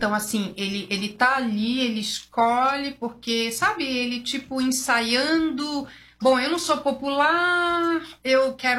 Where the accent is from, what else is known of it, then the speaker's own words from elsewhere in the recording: Belém, Pará, Brazil; moved away as an adult; now in São Paulo, Brazil; sou de Belém do Pará, estou aqui há muitos anos, me formei.